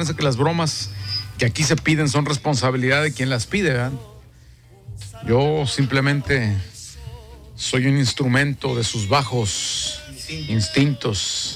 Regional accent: San Nicolás, Nuevo León, Mexico; San Nicolás, sí. Yo soy San Nicolás, mi hija es de Apodaca, ¿verdad?

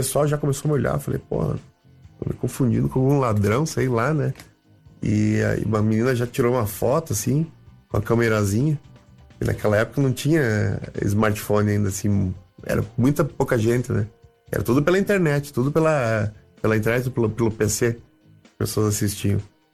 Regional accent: Rio Grande do Sul, Brazil; now in Curitiba, Brazil; Eu sou gaúcho, vou perder a identidade. Meio bairrista ainda, né? Tu vê, depois virei bairrista curitibano. Hoje eu sou curitibano.

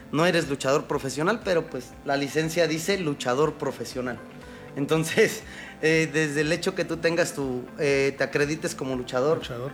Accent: Mexico City, Mexico; now in Ciudad del Carmen, Mexico; Entonces, pues vengo de la Ciudad de México, donde se entrena o es muy natural el ver un cuadrilátero o un gimnasio. Y entonces aquí de la nada llego a Ciudad del Carmen

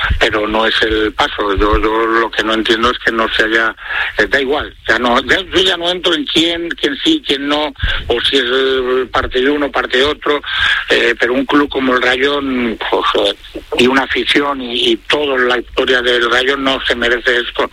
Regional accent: Valladolid, Castile and León, Spain; yo soy pucelano blanquivioleta de Valladolid, moriré siendo así

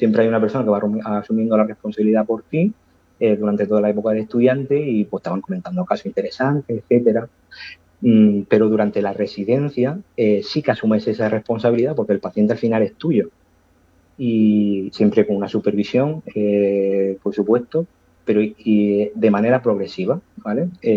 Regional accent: Abarán, Region of Murcia, Spain; moved away as an adult; now in Vega Baja, Spain; yo soy de Abarán, pero de una pedanía muy chiquitina que se llama Casablanca, una pedanía de Abarán. Y somos un censo de 24 habitantes y casi 13 son de mi familia, o sea que somos una aldea muy chiquitina

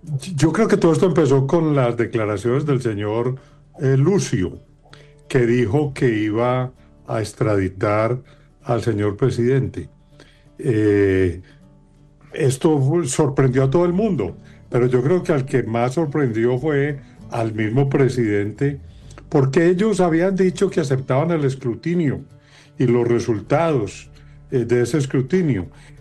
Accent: Colombia; Y mire usted cómo somos los colombianos

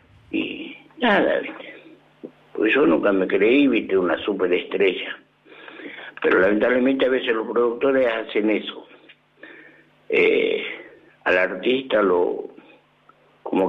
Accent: General Güemes, Salta, Argentina; yo soy nativo de Salta, de General Güemes.

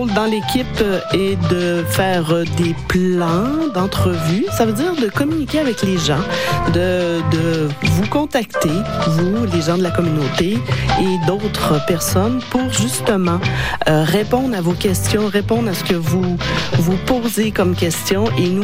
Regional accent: Sept-Îles, Quebec, Canada; moved away as an adult; now in Saskatchewan, Canada; Je suis native de Sept-Îles au Québec, sur la Côte-Nord, et j'habite en Saskatchewan maintenant depuis 26 ans.

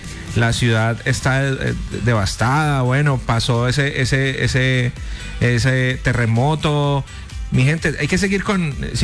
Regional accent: Cali, Valle del Cauca, Colombia; como pueblo colombiano y más los caleños que somos tan resilientes

